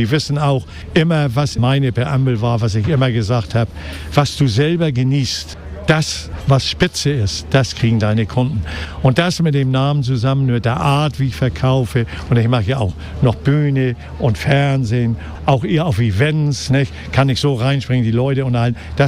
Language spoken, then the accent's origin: German; Hamburg, Germany; Mein Urgroßvater, Großvater und Vater, alle in Hamburg geboren. Also ich bin waschechter Hamburger.